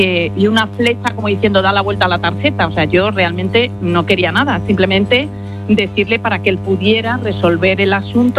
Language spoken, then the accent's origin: Spanish; Pozuelo, Community of Madrid, Spain; mi futuro marido y yo, los dos somos de Pozuelo, pero no nos conocíamos para nada.